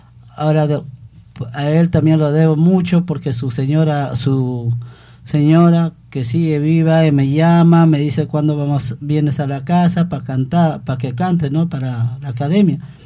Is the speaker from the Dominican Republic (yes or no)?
no; Huancavelica, Peru; yo soy natural de Huancavelica, de provincia de Huancavelica, distrito de Huayahuara. Es un pequeño pueblito que son mis padres y mis madres. Mi madre de Iaco es un pueblito también lejanito.